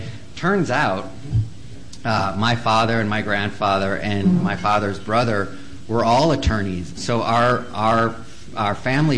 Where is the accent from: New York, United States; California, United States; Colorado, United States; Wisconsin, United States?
Wisconsin, United States; Manitowoc; moved away as an adult; So I'm a child of Wisconsin. I was born and raised in Manitowoc, Wisconsin, not too far from here.